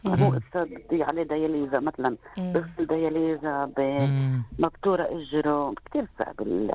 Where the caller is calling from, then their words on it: Nazareth, Northern District, Israel; من الناصرة.